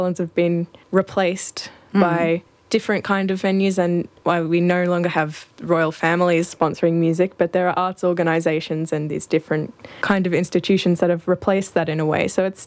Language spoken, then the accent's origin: English; Brisbane, Queensland, Australia; I grew up in Brisbane and my family now lives up on the Sunshine Coast, yes.